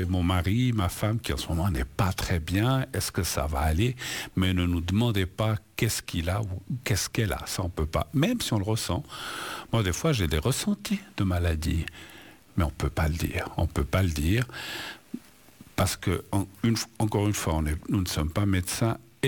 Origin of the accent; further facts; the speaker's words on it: Spain; C'est le cas, alors, jusqu'à présent, de l'Espagne, de mon pays d'origine, l'Espagne